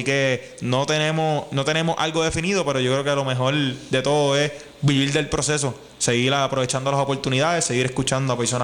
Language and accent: Spanish; San Germán, Puerto Rico; estoy creciendo y estoy haciéndolo en mi pueblo de San Germán